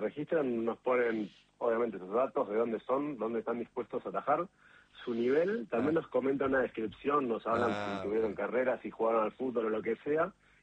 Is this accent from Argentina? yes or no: yes; Pilar, Buenos Aires Province, Argentina; Uno, de Buenos Aires, en Pilar